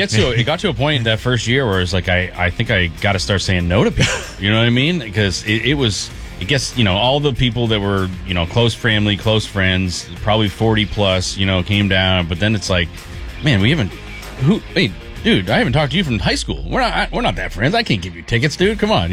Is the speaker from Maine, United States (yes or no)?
yes; Maine, United States; moved away; I grew up in Maine